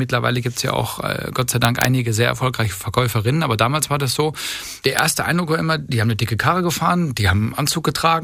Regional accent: Munich, Bavaria, Germany; Ich bin in München groß geworden

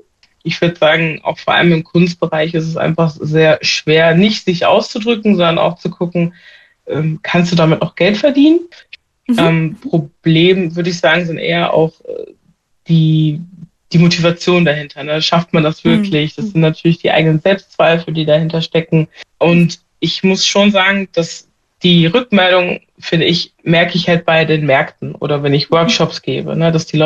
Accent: Bonn, North Rhine-Westphalia, Germany; bin gebürtige Bonnerin oder Bad Godesberg, sage ich immer gerne dazu. und bin 32 Jahre alt und bin Künstlerin aus Bonn.

